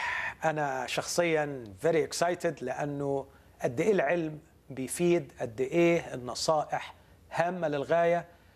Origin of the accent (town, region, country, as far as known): Egypt